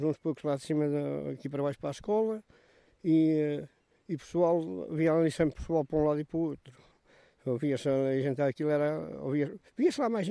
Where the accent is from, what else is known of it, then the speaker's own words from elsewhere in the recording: Centro, Portugal; não é por ser aqui a minha terra